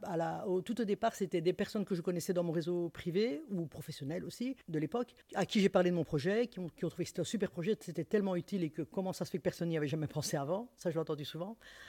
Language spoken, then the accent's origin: French; Liège, Wallonia, Belgium; now in Brussels, Belgium; moi, je suis liégeoise.